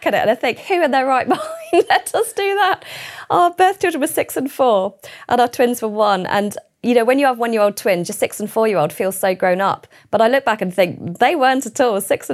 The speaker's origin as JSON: {"language": "English", "town": "Keynsham", "region": "South West England", "country": "United Kingdom", "tie": "born or raised there", "also_born_or_lived": "Berkshire", "lives_now": "York, United Kingdom", "said": "I was born in the UK. I was born near Keynsham. Well, I grew up in Keynsham for the first few years of my life. And then we moved to Berkshire."}